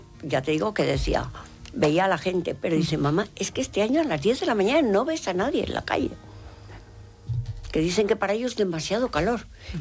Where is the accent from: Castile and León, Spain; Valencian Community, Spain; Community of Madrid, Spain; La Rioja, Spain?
Community of Madrid, Spain; Madrid; Sí, yo no tengo pueblo, soy de Madrid capital, entonces no.